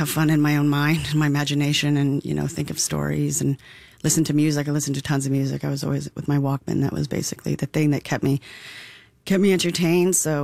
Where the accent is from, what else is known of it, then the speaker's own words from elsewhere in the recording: Calgary, Alberta, Canada; also born or lived in Jasper; And I grew up half in Jasper and then on a farm out, or a ranch outside of Calgary for most of my life.